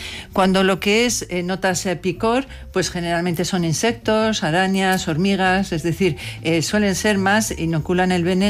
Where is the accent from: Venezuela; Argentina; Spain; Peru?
Spain; Castile and León; Yo que vengo de Castilla y León y he sido la consejera de Sanidad